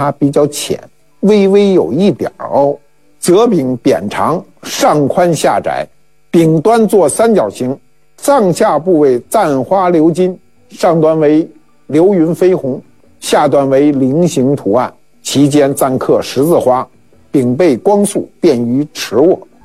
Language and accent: Chinese; China